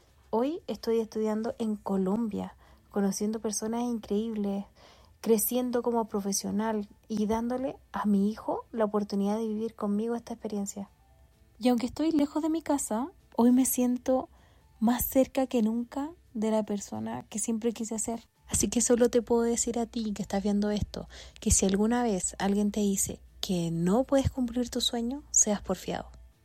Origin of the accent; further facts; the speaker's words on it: Chile; moved away as an adult; soy mamá, soy chilena